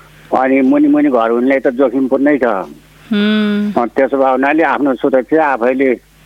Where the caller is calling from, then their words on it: Godawari, Bagmati, Nepal; म ललितपुर गोदावरी नगरपालिका वडा नम्बर 5 लेले महत गाउँबाट